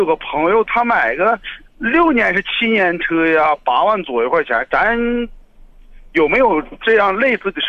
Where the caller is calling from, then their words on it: Harbin, Heilongjiang, China; 我是哈尔滨的，我是哈西的，